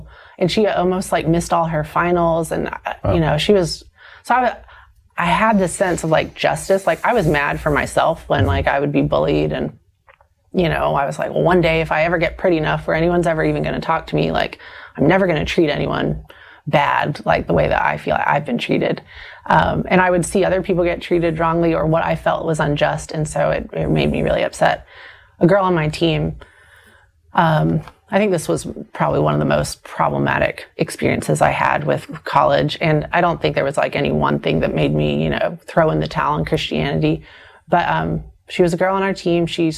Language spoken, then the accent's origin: English; the South, United States; You're just growing up in the South, it was man, we're praying for those Catholics.